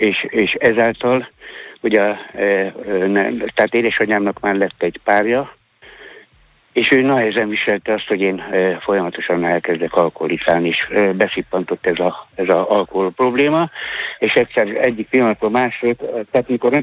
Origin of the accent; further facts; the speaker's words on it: Fót, Pest, Hungary; Ezt a Fóti gyermekvárosba nevelkedtem.